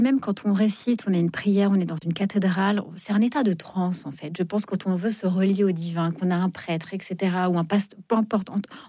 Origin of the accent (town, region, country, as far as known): Fontainebleau, Île-de-France, France; born or raised there